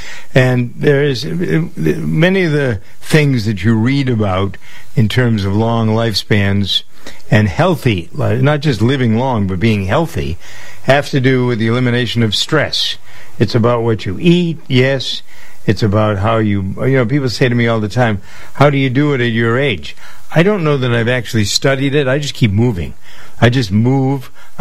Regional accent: Framingham, Massachusetts, United States; I have one street in my hometown of Framingham, Massachusetts, that has five, count them, one, two, three, four, five chicken restaurants.

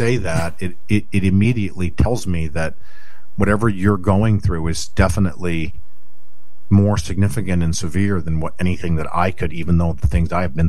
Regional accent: Lebanon, New Hampshire, United States; I remember growing up in Lebanon, that corner was just like death central

